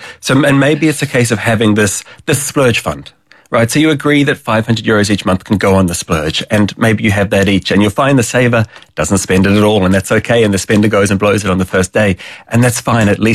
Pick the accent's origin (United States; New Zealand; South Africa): New Zealand; also born or lived in Australia; And for many Irish households, I'm from New Zealand originally, but for many Irish households, money was something you never talked about growing up.